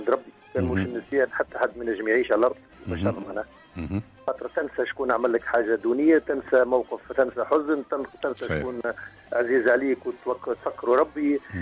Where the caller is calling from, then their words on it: Kalaa Kebira, Sousse Governorate, Tunisia; من القلعة الكبيرة.